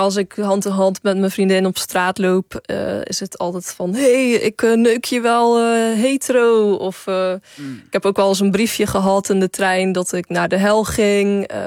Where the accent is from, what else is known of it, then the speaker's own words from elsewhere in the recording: Zeeland, Netherlands; also born or lived in Breda; now in Amsterdam, Netherlands; Toen woonde ik nog in Breda, ik kom ook uit Zeeland, nu woon ik in Amsterdam.